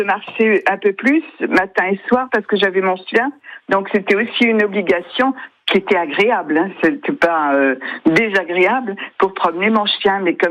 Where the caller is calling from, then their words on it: Canet-en-Roussillon, Occitanie, France; j'habite à Canet